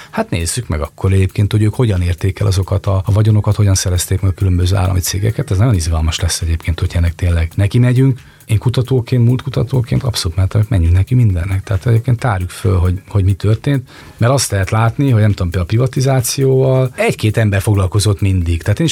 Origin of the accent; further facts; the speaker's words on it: Hungary